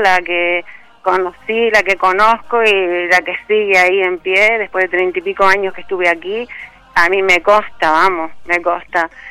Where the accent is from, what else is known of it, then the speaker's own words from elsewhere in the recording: Canary Islands, Spain; Sabemos que Canarias es un pueblo solidario, pero mi pueblo es que vamos, se llama La Palma.